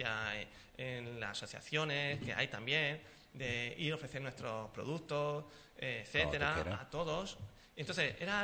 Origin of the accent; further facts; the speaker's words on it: Sanlúcar, Andalusia, Spain; Porque si hay una subvención para todo Sanlúcar, nosotros somos de Sanlúcar.